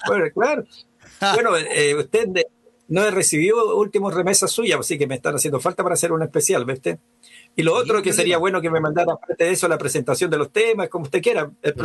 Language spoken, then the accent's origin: Spanish; Chile; nos reconoceremos como chilenos.